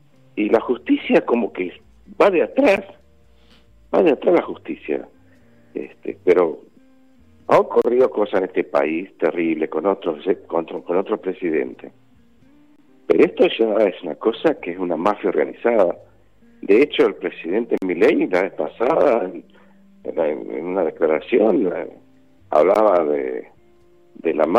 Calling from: General San Lorenzo, Río Negro, Argentina; De Río Negro, de General San Lorenzo.

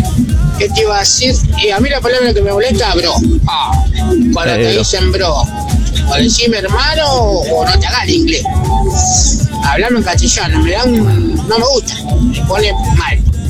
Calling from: Campana, Buenos Aires Province, Argentina; de Campana, camionero.

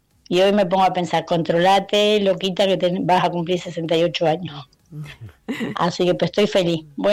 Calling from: Argentina; ¿Y quieren saber qué número tenemos nosotros como argentinos?

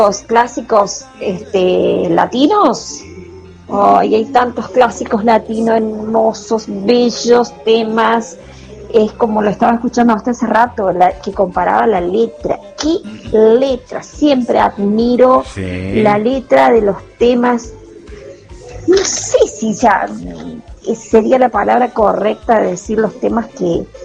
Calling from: Villa Mercedes, San Luis, Argentina; de Villa Mercedes

